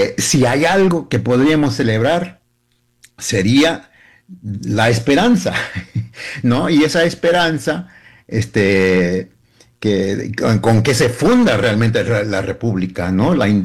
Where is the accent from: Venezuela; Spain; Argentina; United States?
United States; born there; ser hijo de esta nación, porque yo nací acá, hijo y nieto de migrantes